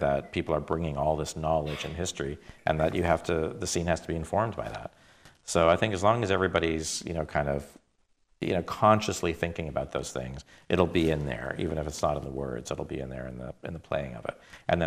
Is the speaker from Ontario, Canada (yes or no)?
yes; Toronto, Ontario, Canada; I was very influenced by growing up in Canada, which is, I grew up in Toronto